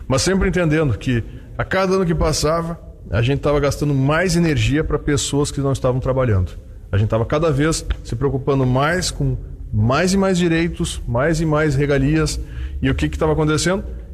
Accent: Dona Francisca, Rio Grande do Sul, Brazil; moved away; also born or lived in Bento Gonçalves; A minha origem é de Dona Francisca

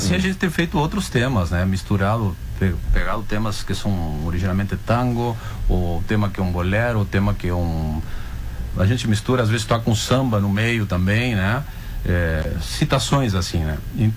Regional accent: Uruguay; Portuguese is a second language; Eu sou uruguaio e eu botei essa pilha, né, para a gente fazer isso.

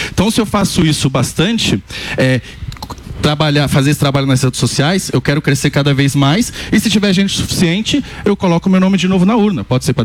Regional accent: São Paulo, Brazil; born there; Deixa eu te dizer, eu nasci em Itaquera e, pô.

